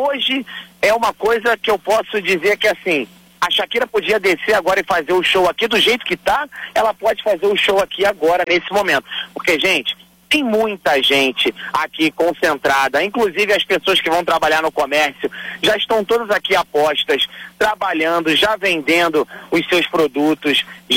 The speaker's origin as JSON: {"language": "Portuguese", "region": "Rio de Janeiro", "country": "Brazil", "said": "falando como carioca, morador, cidadão aqui do Rio de Janeiro"}